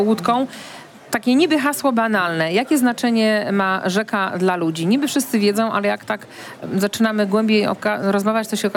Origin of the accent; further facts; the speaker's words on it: Wrocław, Lower Silesian Voivodeship, Poland; moved away; Od razu pozdrawiam moje rodzinne miasto, Wrocław.